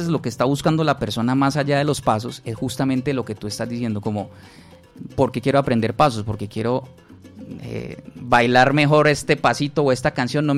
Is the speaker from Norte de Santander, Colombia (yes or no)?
yes; Cúcuta, Norte de Santander, Colombia; now in Medellín, Colombia; estaba yo con Andrés conversando de mi llegada aquí a Medellín. Yo soy cucuteño.